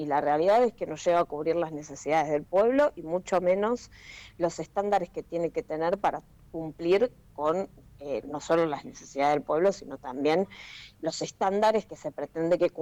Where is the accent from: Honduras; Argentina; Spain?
Argentina; estamos atravesando como argentinos y argentinas